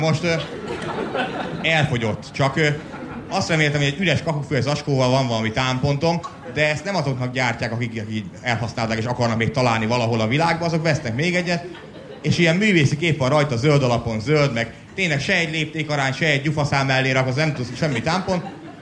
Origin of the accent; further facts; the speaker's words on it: Great Hungarian Plain, Hungary; Én alföldi gyerek vagyok